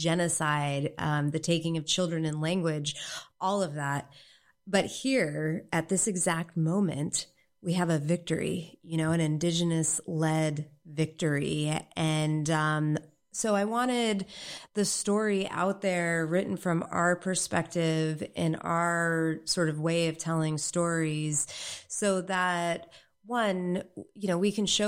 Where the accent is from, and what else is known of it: California, United States